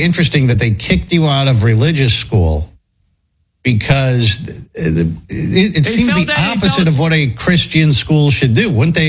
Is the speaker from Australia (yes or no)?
no; West Coast, United States; Growing up on the West Coast, never heard of Juneteenth, not once.